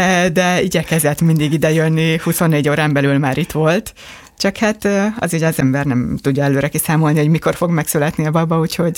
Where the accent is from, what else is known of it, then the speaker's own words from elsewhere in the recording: Budapest, Hungary; born there; also born or lived in Dunaharaszti; Én Budapesten születtem, Budapesten. De igen, Dunaharasztiak.